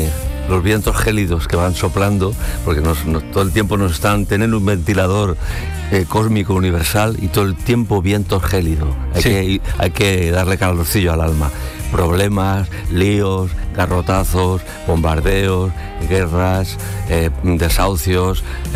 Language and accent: Spanish; Barcelona, Catalonia, Spain; en una pequeña terraza que teníamos en la casa donde yo nací, donde yo vivía, en el barrio de Pueblo Nuevo, en Barcelona, Poblenou, pues yo ya subía, tendría yo 8 o 10 años